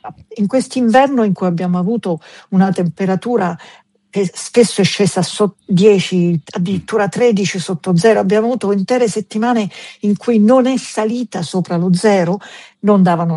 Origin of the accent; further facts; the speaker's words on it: Tuscany, Italy; also born or lived in Sicily; E sono cresciuta in Toscana.